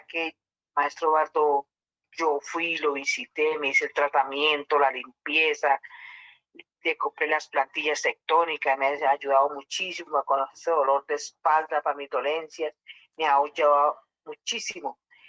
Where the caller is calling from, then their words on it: Bogotá, Bogotá Capital District, Colombia; yo le llamo de aquí de Bogotá, de Suba Compartir.